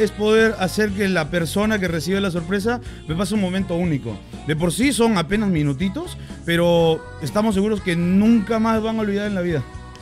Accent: Peru; Yo soy peruano.

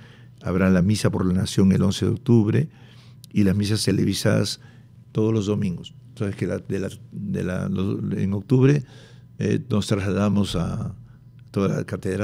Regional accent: Peru; nosotros, como peruanos, creyentes

